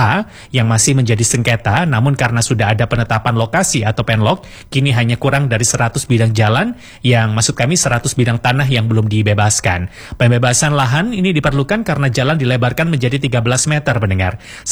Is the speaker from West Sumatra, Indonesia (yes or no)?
no; East Java, Indonesia; kita sebagai warga Malang Raya